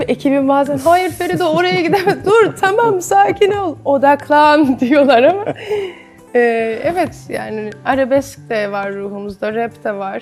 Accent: Ankara, Turkey; Ben Ankaralıyım ve bu yani Türkiye topraklarında büyüdüğüm için de içimde her eskiden biraz mevcut.

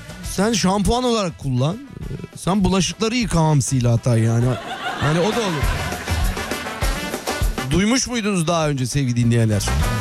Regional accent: Sivas, Turkey; Bakayım şöyle bir memleketim Sivas'ta Sivas kokan kolonya satılıyordu.

